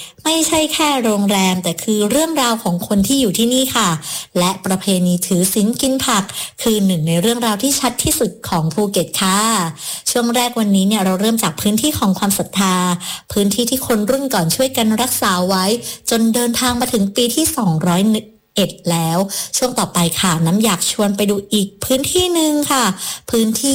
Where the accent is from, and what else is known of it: Phuket, Thailand